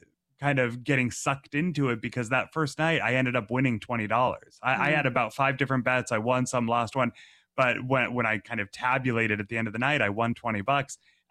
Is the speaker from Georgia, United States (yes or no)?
no; Massachusetts, United States; born or raised there